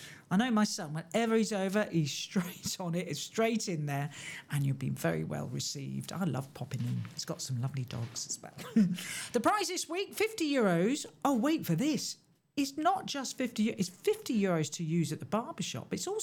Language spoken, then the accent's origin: English; Windsor, South East England, United Kingdom; moved away; also born or lived in Eton; my hometown is actually Eton originally, or Windsor, but now mum's got a base down in Eton.